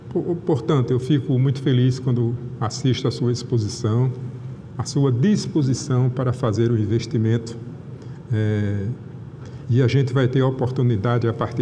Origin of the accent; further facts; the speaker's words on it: Sergipe, Brazil; Eu sou do estado, meu estado é o estado de Sergipe